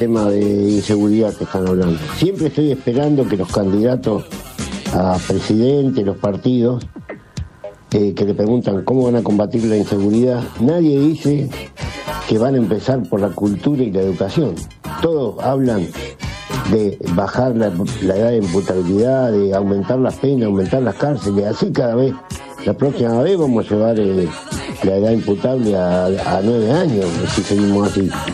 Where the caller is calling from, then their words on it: Pergamino, Buenos Aires Province, Argentina; de Pergamino.